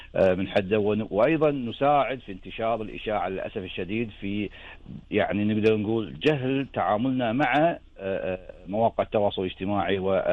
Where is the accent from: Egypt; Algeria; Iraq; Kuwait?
Kuwait; ونحن ككويتيين